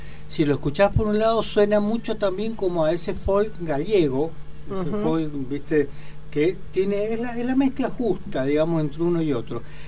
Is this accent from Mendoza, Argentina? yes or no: yes; Mendoza, Argentina; No soy chileno, soy mendocino.